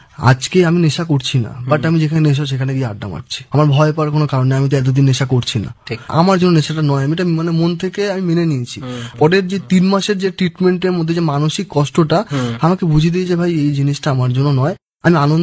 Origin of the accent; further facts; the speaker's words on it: Shyamnagar, West Bengal, India; now in Kolkata, India; আমার বাড়ি শ্যামনগর, আমার কলকাতা তো এক আত্মীয়ের বাড়ি আছে